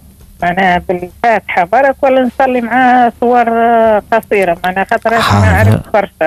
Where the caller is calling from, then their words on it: Mahdia, Mahdia Governorate, Tunisia; من المهدي.